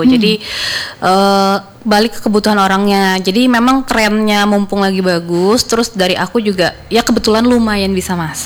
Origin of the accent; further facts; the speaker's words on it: South Kalimantan, Indonesia; aku udah pernah start pas masih di kampung aku, okay, di Kalsel tahun 2021.